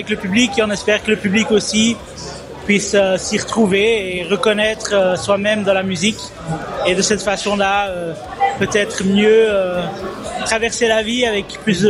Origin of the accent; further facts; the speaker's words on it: Flanders, Belgium; On vient du Limbourg, principalement de la Flandre, du sud.